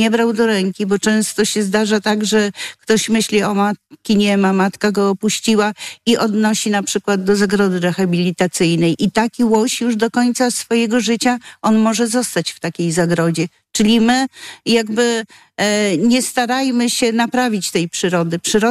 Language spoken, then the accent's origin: Polish; Podlaskie Voivodeship, Poland; born there; No ja już się urodziłam na tych terenach, natomiast moi rodzice nie są stąd.